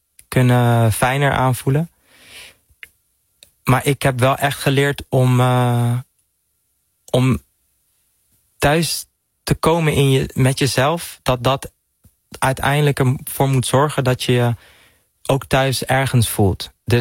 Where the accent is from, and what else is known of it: Netherlands